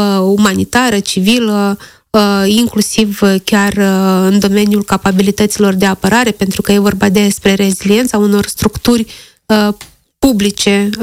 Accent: Moldova

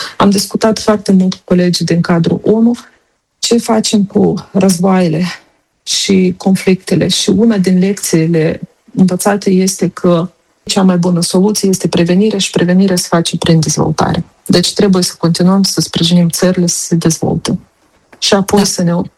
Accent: Moldova; now in Geneva, Switzerland

